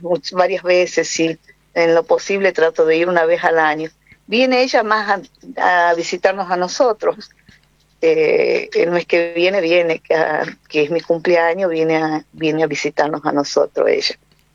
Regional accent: Jujuy, Argentina; que soy propia porque yo, aparte de soy argentina, soy jujeña, soy bien norteña, bien norteña.

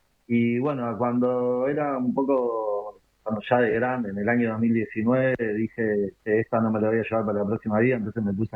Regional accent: Uruguay; porque bueno, yo soy uruguayo.

